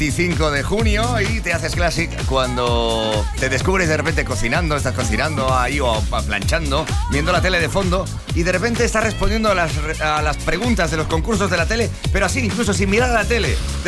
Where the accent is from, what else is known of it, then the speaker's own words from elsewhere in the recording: Galicia, Spain; vengo de Galicia